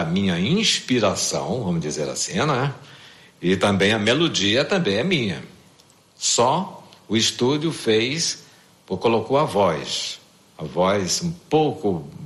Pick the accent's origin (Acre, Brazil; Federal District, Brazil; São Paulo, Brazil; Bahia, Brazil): Acre, Brazil; Xapuri; moved away; Lá da minha cidade, Chapuri